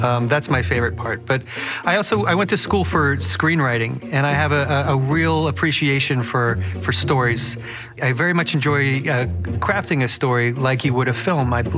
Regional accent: Reston, Virginia, United States; moved away as an adult; also born or lived in New York City; now in Beacon, United States; I'm originally from Reston, Virginia, but I moved to New York City when I was 18, and I just stuck around for 25 years and eventually moved to the town of Beacon in New York

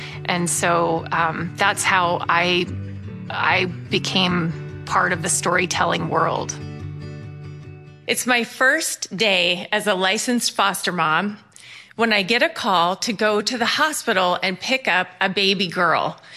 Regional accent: Bennington, Vermont, United States; born there; now in Phoenix, United States; I was born in Bennington, Vermont. I live in Phoenix, Arizona.

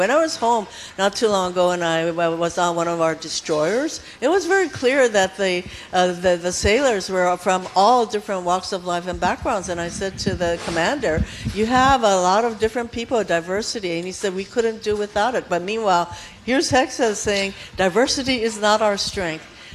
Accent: Hawaii, United States; because, you know, I'm this kid from Hawaii.

